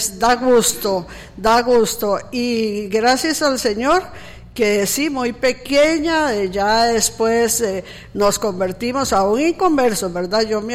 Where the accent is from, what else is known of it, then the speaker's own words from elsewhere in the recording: Cachí, Cartago, Costa Rica; porque yo soy de Cachí